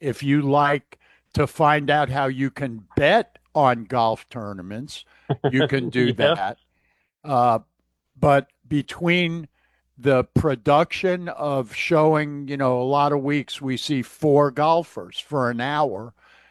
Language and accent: English; Long Island, New York, United States; I grew up on Long Island, but we used to go into the city to play pickup basketball